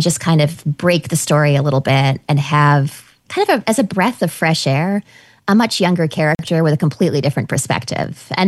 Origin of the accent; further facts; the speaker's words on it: Vancouver Island, British Columbia, Canada; moved away as an adult; now in New York City, United States; I'm from rural British Columbia. I grew up on Vancouver Island. I have at this point been in New York City for really my entire adult life. I came here when I was 22 years old.